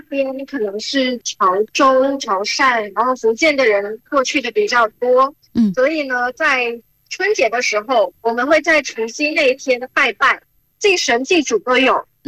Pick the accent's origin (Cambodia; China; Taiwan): Cambodia; 虽然说我从小就在柬埔寨出生，但是呢，我的家庭还是有华人血统的。